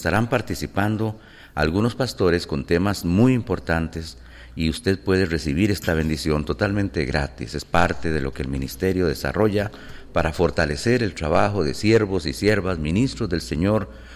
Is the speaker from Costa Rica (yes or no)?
yes; Costa Rica; como popularmente podríamos decir los costarricenses